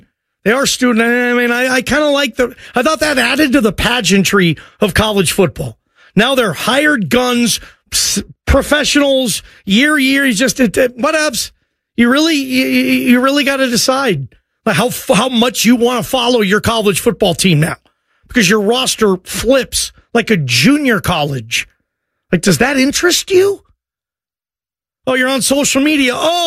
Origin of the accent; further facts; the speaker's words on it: Seattle, Washington, United States; Growing up in Seattle, thank you, Vinny.